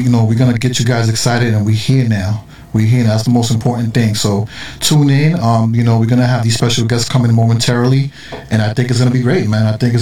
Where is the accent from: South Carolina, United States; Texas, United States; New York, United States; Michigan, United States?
New York, United States; Bronx; my story is, I was born and raised in the Bronx. Like, I love, like, you know, I was born and raised by Yankee Stadium. Shout out to, you know, High Bridge, Yankee Stadium.